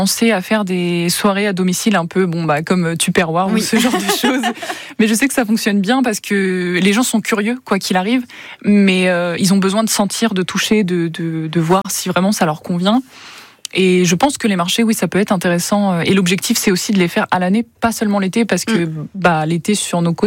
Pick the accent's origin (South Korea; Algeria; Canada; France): France; Fréhel, Brittany; je suis de Fréhel